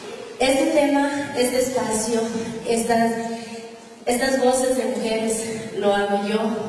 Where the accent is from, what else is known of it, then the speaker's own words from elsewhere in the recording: Napo, Ecuador; first language Amazonian Kichwa; Spanish is a second language; moved away as an adult; now in Macas, Ecuador; expreso mi idioma natal, que es el chiripano quichua amazónico. ¿Sí? Soy de la provincia de Napo